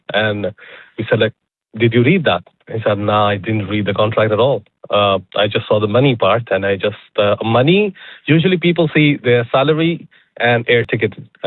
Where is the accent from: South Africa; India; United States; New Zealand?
India; I am from India